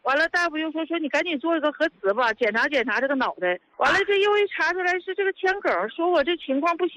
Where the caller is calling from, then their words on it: Dandong, Liaoning, China; 我是丹东的一名患者。